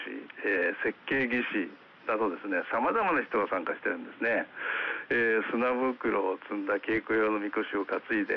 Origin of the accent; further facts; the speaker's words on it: Nagasaki, Japan; このうち岩林は私の地元なんです。